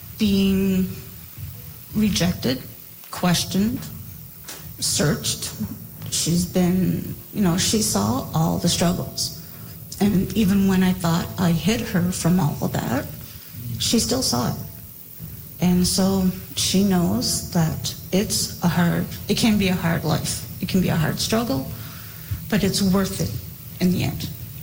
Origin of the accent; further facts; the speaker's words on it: Summerside, Prince Edward Island, Canada; Growing up in a non-Indigenous family I grew up in Summerside. I didn't fit in there.